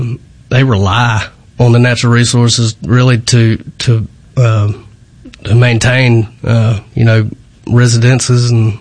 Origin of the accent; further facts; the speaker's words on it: Jackson, Mississippi, United States; Well, I grew up here in Northeast Jackson, kind of running all the creeks and rivers in the woods barefooted